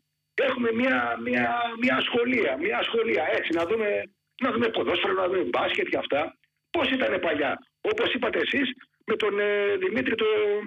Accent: Gargalianoi, Peloponnese, Greece; Εγώ είμαι από τους Γαργαλιάνους.

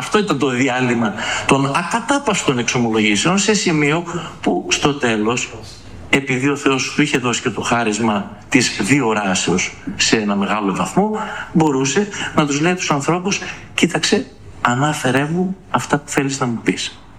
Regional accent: Volos, Thessaly, Greece; στην πατρίδα μου, στο Βόλο

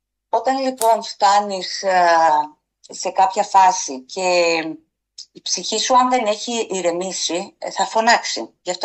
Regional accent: Thessaloniki, Central Macedonia, Greece; now in Athens, Greece; Έκανα μια εσωτερική μετανάστευση, έφυγα από τη Θεσσαλονίκη, πήγα στην Αθήνα.

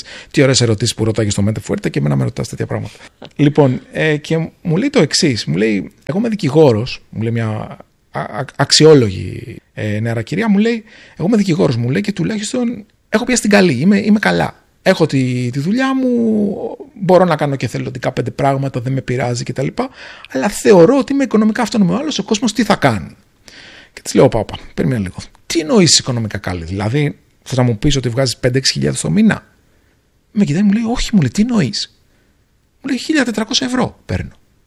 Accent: Agrinio, Western Greece, Greece; Και επειδή το Αγρίνιο είναι ο τόπος μου και δεν θα έλεγα ποτέ όχι στο να πάω

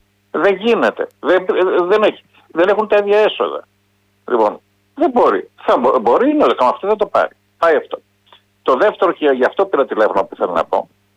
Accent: Keratsini, Attica, Greece; από το Κερατσί.

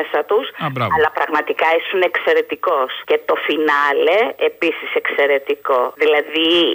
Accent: Spercheiada, Central Greece, Greece; born there; now in Glyfada, Greece; από Γλυφάδα και Παύλα θα βάλω στη μέση και από Σπερχιάδα. Για να μ' ακούνε και από το χωριό μου.

